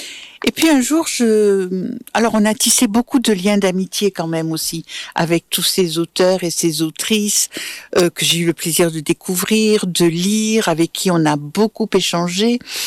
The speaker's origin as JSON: {"language": "French", "town": "Montpellier", "region": "Occitanie", "country": "France", "said": "On est montpelliérain, on est de la métropole, et jamais, jamais, on a une place à"}